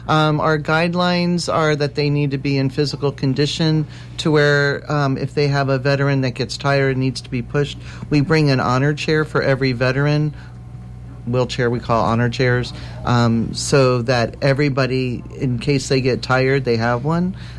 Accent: Florida, United States; moved away as an adult; now in Alabama, United States; I'm from South Florida

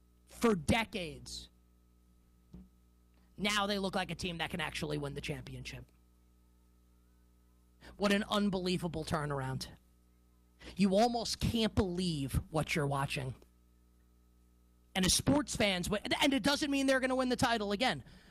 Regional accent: New York City, New York, United States; as a New Yorker, I absolutely love it.

